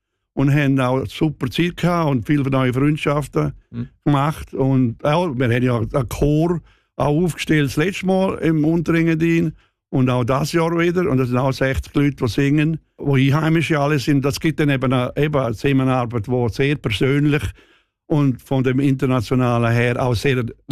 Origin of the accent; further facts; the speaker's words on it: Chur, Graubünden, Switzerland; moved away as an adult; now in San Francisco, United States; In einen Ort, wo ich immer noch lebe. Oder? Ich bin immer noch Churer und Bündner.